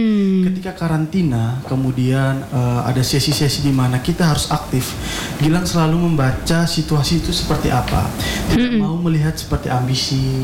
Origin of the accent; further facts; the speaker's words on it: East Nusa Tenggara, Indonesia; Karena saya dari Nusa Tenggara Timur, yang mungkin bahkan orang pun belum tahu Nusa Tenggara Timur itu di mana.